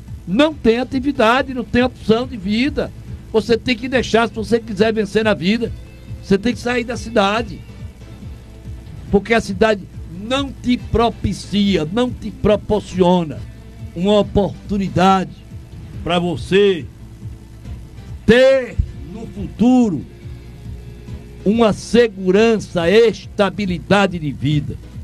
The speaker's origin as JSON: {"language": "Portuguese", "town": "Altinho", "region": "Pernambuco", "country": "Brazil", "tie": "born or raised there", "moved": "as an adult"}